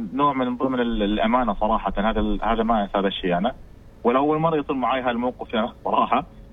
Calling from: Muscat, Muscat Governorate, Oman; والله من هنا من مسقط.

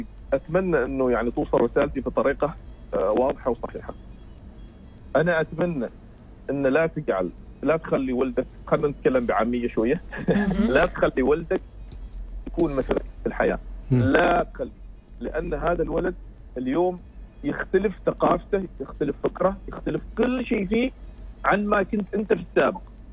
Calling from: Oman; أنا يعني لاعب في المنتخب سابق وفي بعض الأندية عندنا في عمان.

